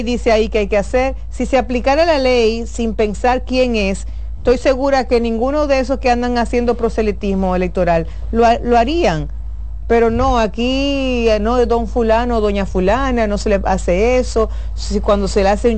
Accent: Dominican Republic; Todavía nosotros como dominicanos no le damos el real valor que tiene el voto

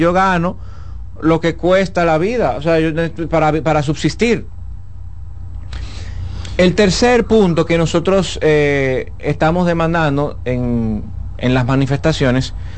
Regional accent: Dominican Republic; nosotros como dominicanos

